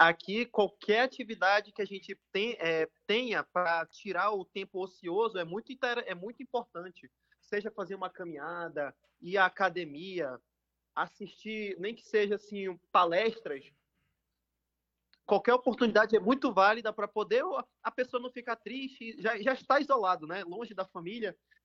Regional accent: Manaus, Amazonas, Brazil; Eu sou de Manaus e foi um baque para mim

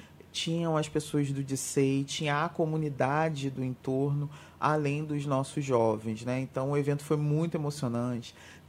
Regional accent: São Gonçalo, Rio de Janeiro, Brazil; eu me deparei com uma Tabatinga que me lembrou muito a minha infância, porque eu sou de São Gonçalo, no Rio de Janeiro, que também é uma cidade do interior.

